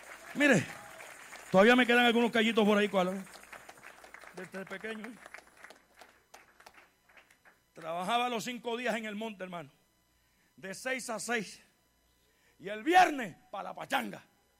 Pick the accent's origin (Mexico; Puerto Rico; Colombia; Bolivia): Puerto Rico; Yo soy puertorriqueño, sopórteme.